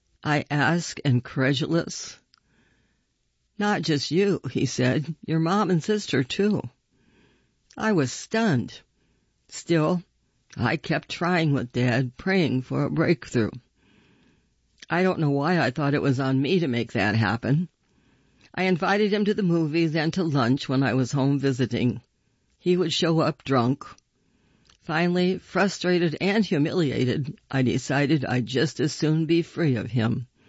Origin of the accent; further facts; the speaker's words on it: Nashville, Tennessee, United States; born there; I was born in Nashville, the younger of two kids. My sister Casey was 5 years older.